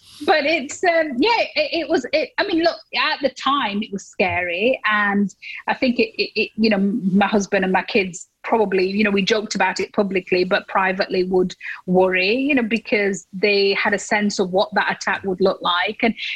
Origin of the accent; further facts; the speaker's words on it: United Kingdom; I am, you know, proudly Muslim. I am proudly British.